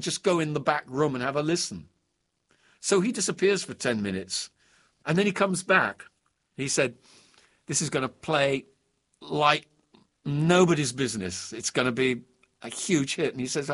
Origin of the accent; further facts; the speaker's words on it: England, United Kingdom; He knew, as an Englishman, I loved puns.